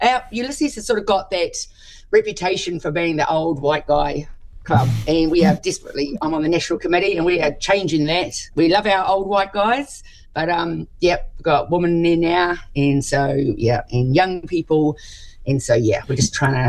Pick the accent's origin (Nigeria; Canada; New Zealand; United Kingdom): New Zealand; Taranaki; I'm from Taranaki